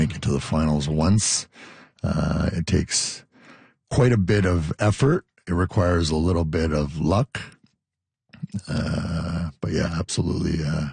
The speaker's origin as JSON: {"language": "English", "town": "Toronto", "region": "Ontario", "country": "Canada", "said": "as a Canadian Croatian"}